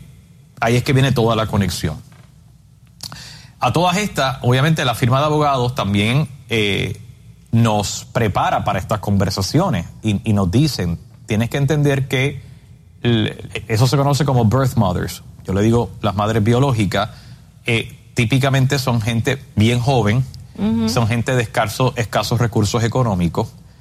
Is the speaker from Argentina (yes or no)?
no; Puerto Rico; como los dos somos de Puerto Rico, que el niño sea de Puerto Rico y allá.